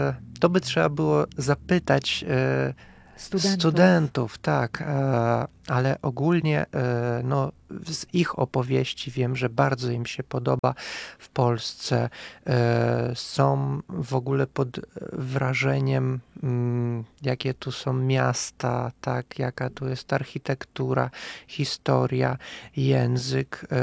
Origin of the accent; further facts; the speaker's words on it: Kazakhstan; now in Poland; ja zawsze mówię, że jestem Kazachstańczyk, czyli nie Kazach, chociaż na początku odbierano mnie jako Kazacha, nazywano mnie Kazachem, ja musiałem poprawiać, tak, że Kazachstan to jest wielonarodowy kraj